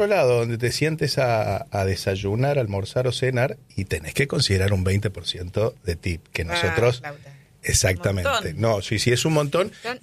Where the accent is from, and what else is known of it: Argentina